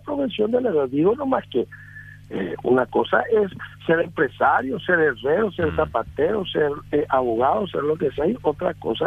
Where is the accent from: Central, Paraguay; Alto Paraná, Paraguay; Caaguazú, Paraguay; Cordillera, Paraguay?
Alto Paraná, Paraguay; Ciudad del Este; lo que me conviene como paraguayo y como colorado y como esteño.